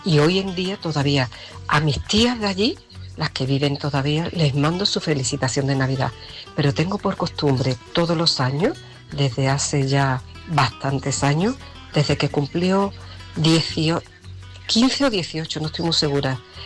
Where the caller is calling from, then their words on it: Seville, Andalusia, Spain; yo soy de Sevilla